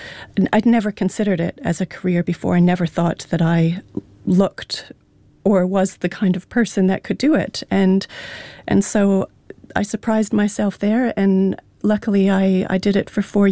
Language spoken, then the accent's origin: English; Canada; moved away as an adult; now in New Zealand; I moved to New Zealand about 13 years ago. I'm Indigenous Canadian, Sahwetmuk is my iwi